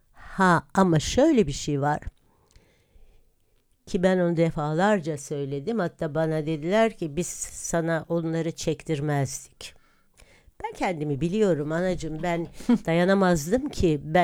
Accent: Istanbul, Turkey; Çoğu adalardan, çünkü çocukluğum orada geçmiş.

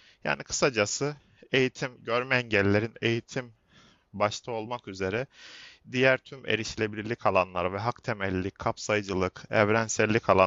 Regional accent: Tokat, Turkey; Tokatlıyım. Sosyal bilgiler öğretmeniyim. 16 yıl bitirdim. Tokat'ta yaşıyorum doğuştan.

